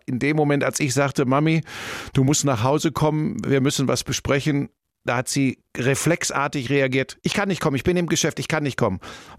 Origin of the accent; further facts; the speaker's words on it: Hagen, North Rhine-Westphalia, Germany; also born or lived in Bottrop / Cologne; now in Munich, Germany; Ja, ich bin geboren in Bottrop. Das ist wirklich, das ist Inbegriff des Ruhrgebiets. Bin dann aufgewachsen in Hagen. Das ist so Tor zum Sauerland, Ruhrgebiet.